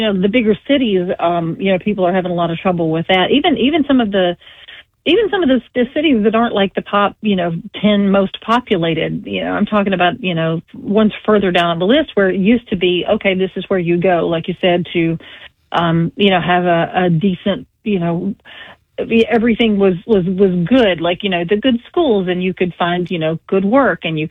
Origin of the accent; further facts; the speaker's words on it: Mississippi, United States; That's my home state.